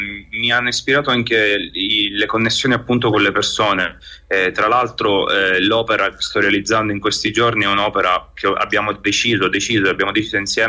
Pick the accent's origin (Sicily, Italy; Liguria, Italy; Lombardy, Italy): Sicily, Italy; Catania; io sono siciliano, dal profondo sud, vengo da Catania.